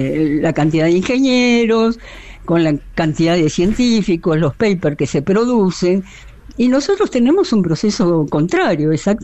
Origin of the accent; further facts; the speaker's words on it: Buenos Aires, Argentina; now in Brazil; yo soy porteña de Buenos Aires